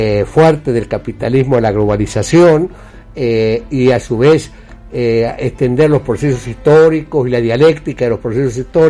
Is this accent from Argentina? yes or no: yes; Santa Fe, Argentina; Venimos todos de la Pampa Gringa.